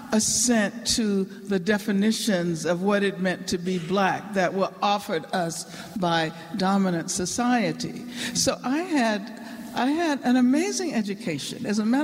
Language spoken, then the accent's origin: English; Birmingham, Alabama, United States; born there; moved away; Yeah, I was born in Birmingham, Alabama.